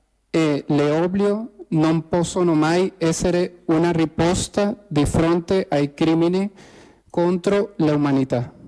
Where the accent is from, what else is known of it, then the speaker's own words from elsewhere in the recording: Venezuela; Italian is a second language; Mi scuso per me italiano. Oggi, da venezuelano e anche italiano